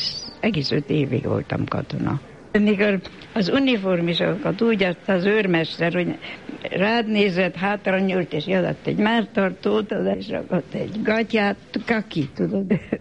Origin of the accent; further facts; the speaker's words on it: Hungary; born there; moved away; also born or lived in Paris, France / England; magyar születésű vagyok, de angol lettem